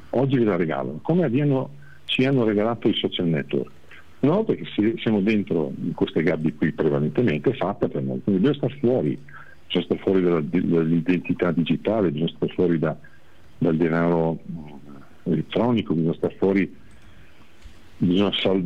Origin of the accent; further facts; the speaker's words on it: Veneto, Italy; parlavamo veneto, discutevamo di affari veneti, noi siamo veneti e rimarremo sempre veneti